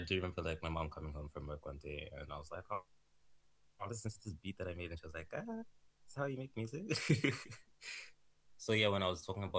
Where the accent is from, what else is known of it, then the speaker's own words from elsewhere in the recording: Malawi; moved away as an adult; Yeah, so I'm Zambian. Both my parents are Zambian, and then I grew up in Malawi. I moved here when I was 19 or 20.